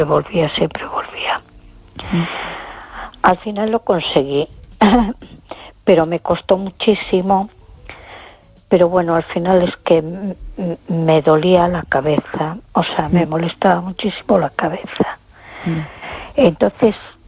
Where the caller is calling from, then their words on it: A Coruña, Galicia, Spain; de Coruña.